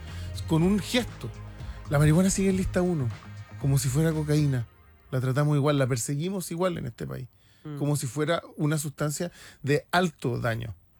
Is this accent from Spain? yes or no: no; Chile; estamos tomando mucho como chilenos